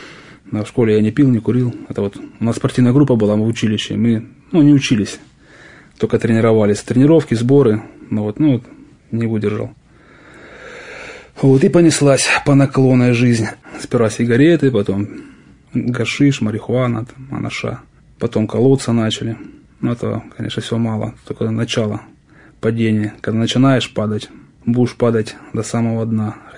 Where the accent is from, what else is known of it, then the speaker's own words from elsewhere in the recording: Rostov-on-Don, Rostov Oblast, Russia; Я сам из Ростова, да, кстати.